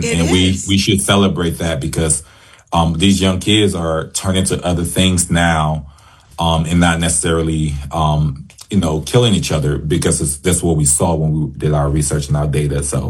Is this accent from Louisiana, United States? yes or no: no; Detroit, Michigan, United States; I remember when I was growing up in Detroit